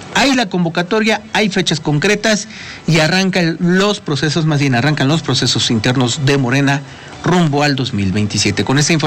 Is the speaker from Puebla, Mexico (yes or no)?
yes; Puebla, Mexico; nosotros como poblanos tenemos que elegir diputados federales, locales y presidentes municipales.